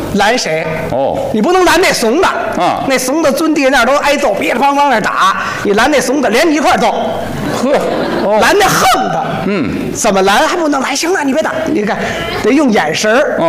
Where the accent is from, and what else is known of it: Beijing, China